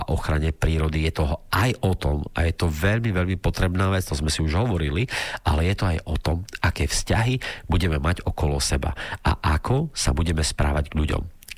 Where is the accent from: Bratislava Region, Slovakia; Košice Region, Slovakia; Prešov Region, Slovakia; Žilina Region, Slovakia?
Prešov Region, Slovakia; Bardejov; moved away; ja pochádzam z Bardejova, z takého malého mestečka, ktoré je akože veľmi pekné.